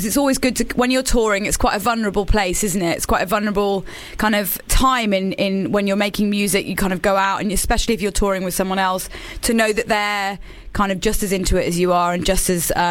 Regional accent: United Kingdom; us UK people.

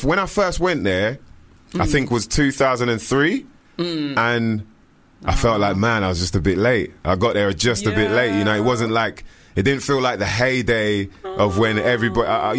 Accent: London, United Kingdom; I just said it because it felt cool to say it, you know, like, yeah, hey, I'm from London, by the way.

